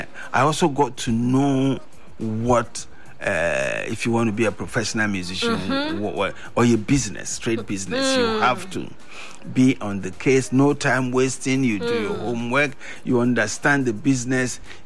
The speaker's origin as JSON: {"language": "English", "country": "Zimbabwe", "said": "I'm a kind of fan, I'm from Zimbabwe."}